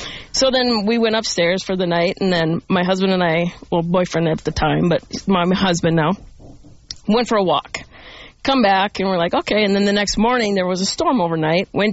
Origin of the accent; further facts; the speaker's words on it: Brooklyn Park, Minnesota, United States; also born or lived in Spokane; Yeah, I was born in Spokane, then our family moved to Brooklyn Park, Minnesota.